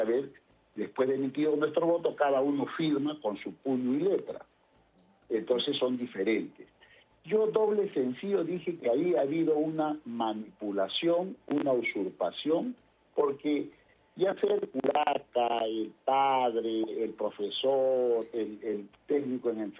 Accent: Peru; todos somos peruanos y tenemos el mismo derecho

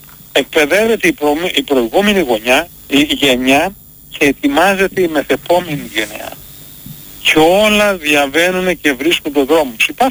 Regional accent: Macedonia, Greece; είμαι Μακεδόνας.

